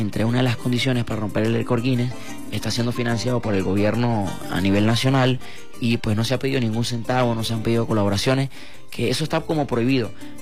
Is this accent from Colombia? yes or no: no; Mérida, Venezuela; nosotros venimos de Luis Gía Mérida, que Mérida no solamente es frío, que es calor, vengan para Mérida